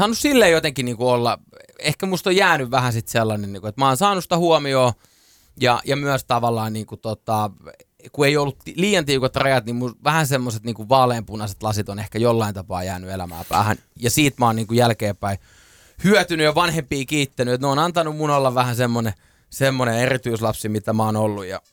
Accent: Lahti, Päijät-Häme, Finland; moved away as an adult; now in Helsinki, Finland; Mä oon Lahdesta, joo, ihan siis Lahdesta Patomäestä ja niinku, mä oon ihan niinku lahtelainen. Ja siellä asuin koko niinku 25-vuotiaaksi asti, nyt kun mä oon 30, niin 5 vuotta stadissa. Ja Lahti oli, niinku, se oli loistava paikka kasvaa. Kaupunki. Mutta kuitenkin Helsinkiin nähden, niin tosi pikku paikka.

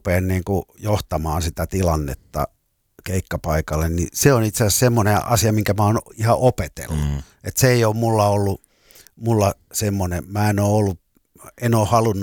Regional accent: Lapua, South Ostrobothnia, Finland; Mä oon kotoisin pienestä Ruhan kylästä, maalaiskylästä, Lapua ja Seinäjoen puolesta välistä.

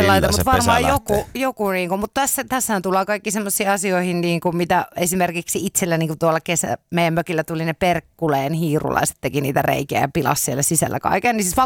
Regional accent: Helsinki, Uusimaa, Finland; Ja sitten helsinkiläisenä miettii, että miten noita joku tästä rajaa niin kuin peräkärryllä pois.

